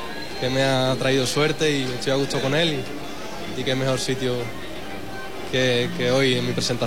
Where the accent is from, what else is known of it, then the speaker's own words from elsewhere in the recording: Huelva, Andalusia, Spain; lo estrené en Huelva, en mi tierra